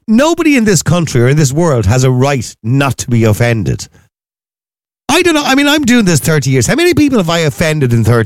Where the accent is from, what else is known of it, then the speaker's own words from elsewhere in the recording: Ireland; So we're Irish.